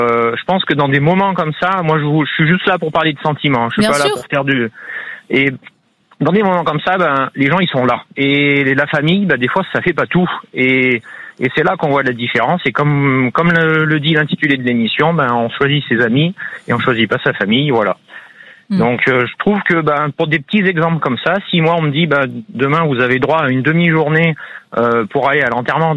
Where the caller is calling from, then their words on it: Vallière, Nouvelle-Aquitaine, France; je suis dans la Creuse, moi, à Vallières.